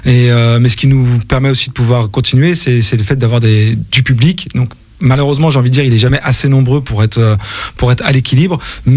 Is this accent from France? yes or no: yes; Auvergne-Rhône-Alpes, France; also born or lived in Lyon / Saint-Étienne; now in Vendée, France; Moi, j'ai grandi dans la région Rhône-Alpes. Je suis né à Lyon, mais je suis un Stéphanois de cœur parce que j'ai grandi à Saint-Etienne, tu vois, un peu entre les deux.